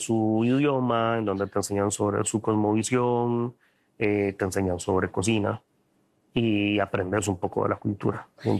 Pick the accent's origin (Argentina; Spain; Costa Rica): Costa Rica; ni como cocinero ni como costarricense